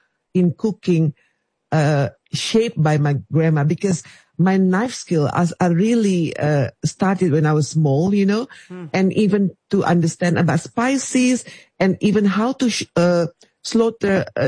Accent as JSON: {"language": "English", "town": "Manado", "region": "North Sulawesi", "country": "Indonesia", "tie": "born there", "second_language": "English", "said": "And also I'd like to inform that I was born in Manado, Sulawesi Island, north part."}